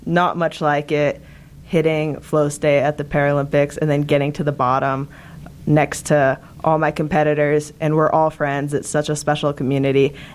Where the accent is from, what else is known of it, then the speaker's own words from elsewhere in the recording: Mammoth Lakes, California, United States; moved away as an adult; now in Park City, United States; I grew up training in Mammoth Mountain, California